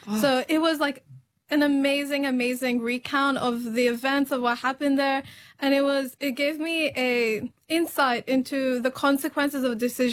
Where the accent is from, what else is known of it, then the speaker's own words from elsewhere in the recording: Australia; I grew up in Australia knowing that I was very privileged to live this life and to have citizenship that protects me